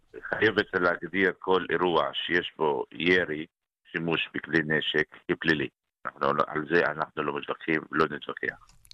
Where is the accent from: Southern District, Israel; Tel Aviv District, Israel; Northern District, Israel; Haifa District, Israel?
Haifa District, Israel; Haifa; אנחנו, החיפאים המקוריים, מכירים אחד את השני